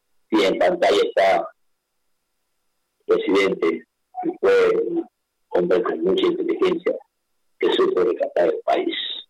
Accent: Ecuador

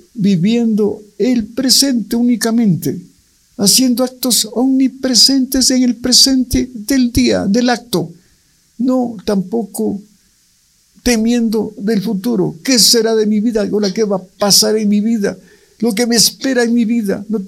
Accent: Ibarra, Imbabura, Ecuador; born there; also born or lived in Quito; El lugar, fue en Quito, nací en Ibarra, pero fue aquí lo que conocí.

